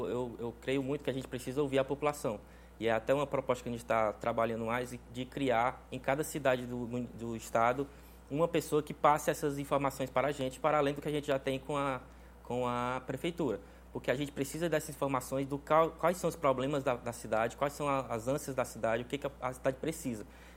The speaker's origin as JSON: {"language": "Portuguese", "town": "Crateús", "region": "Ceará", "country": "Brazil", "moved": "as an adult", "said": "Eu sou de Crateús, uma cidade que eu amo muito"}